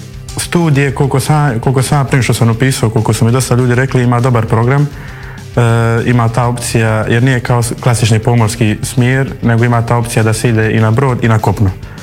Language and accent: Croatian; Dubrovnik, Dubrovnik-Neretva County, Croatia; Pa, mislim, ja sam tu iz Dubrovnika i ja sam tamo bio pohađao elektrotehnički smjer